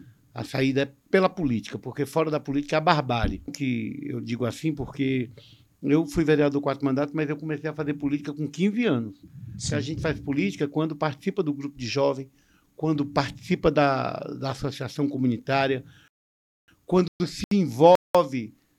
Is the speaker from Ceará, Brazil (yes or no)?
yes; Fortaleza, Ceará, Brazil; born there; also born or lived in Tabuleiro do Norte; eu sou do sertão, eu sou do Tabuleiro do Norte, mas cheguei em Fortaleza em 73. Então, Fortaleza é minha cidade. Eu nasci em Tabuleiro, tenho muito carinho pelo meu torrão, porque meus familiares, minha origem está lá. Mas eu sou de Fortaleza